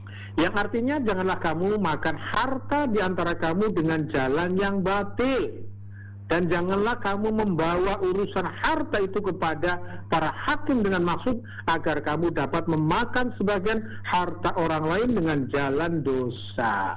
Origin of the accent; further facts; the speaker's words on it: Java, Indonesia; kalau kita orang Jawa sering dikenalnya dengan bulan Maulud.